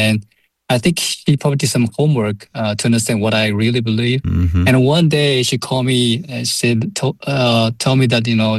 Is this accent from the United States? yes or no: no; China; English is a second language; Actually, I grew up in China, a small village in north, middle part of China.